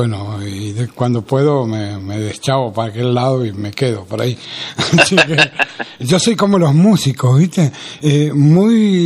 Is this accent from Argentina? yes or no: yes; Buenos Aires, Argentina; born there; now in Buenos Aires Province, Argentina; yo soy de acá. Soy bonaerense por elección y porteño por nacimiento.